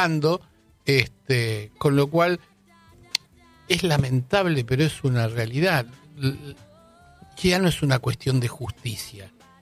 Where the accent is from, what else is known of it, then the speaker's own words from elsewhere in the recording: Galicia, Spain; O sea, somos todos gallegos.